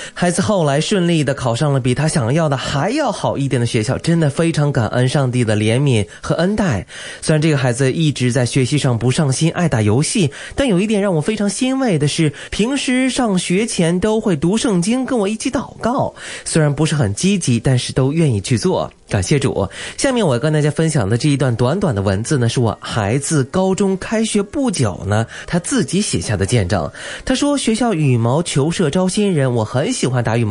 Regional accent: China; 我们中国人常说一句话啊

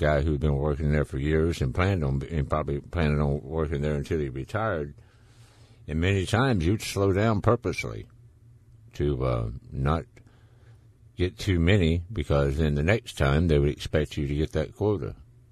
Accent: Laurel, Mississippi, United States; I worked a couple of summers while I was in college at the Masonite plant there in my hometown of Laurel, Mississippi

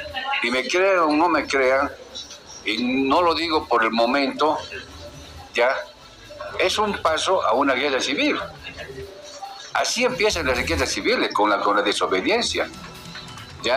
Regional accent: Cochabamba, Bolivia; Yo les digo de verdad, yo soy de Cochabamba.

